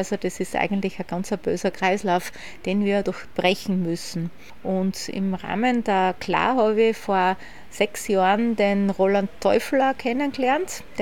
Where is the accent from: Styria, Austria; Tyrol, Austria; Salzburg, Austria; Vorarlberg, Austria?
Styria, Austria; Kaindorf; Ich komme aus der Klar Ökoregion Kaindorf. Die ist in der Oststeiermark ansässig.